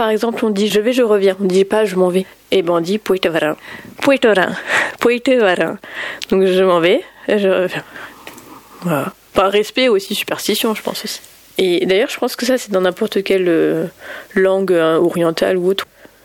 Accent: Auxerre, Bourgogne-Franche-Comté, France; Ouais, je suis née, j'ai grandi à Auxerre.

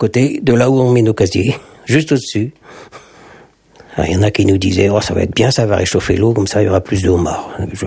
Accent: Trézien, Brittany, France; marin-pêcheur à l'emploi de Plouarzel, enfin à Plouarzel, je suis de Trésien.

